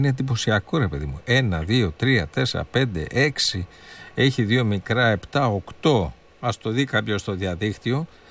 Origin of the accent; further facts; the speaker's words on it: Western Greece, Greece; στο χωριό μου στην Ετωλακανανία